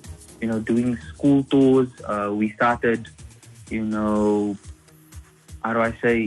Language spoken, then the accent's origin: English; South Africa; growing up in South Africa, yes.